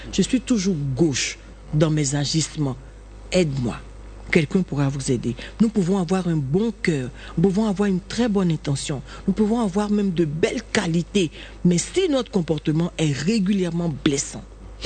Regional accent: Côte d’Ivoire; now in Caen, France; Je suis ivoirien.

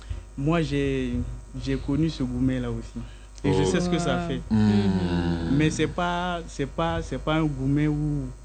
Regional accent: Daloa, Sassandra-Marahoué, Côte d’Ivoire; born there; moved away; also born or lived in Dabou; Je suis né à Daloa.

